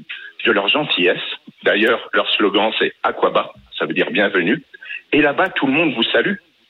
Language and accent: French; Hauts-de-France, France; moi, je suis un peu du Nord aussi, je suis Picard.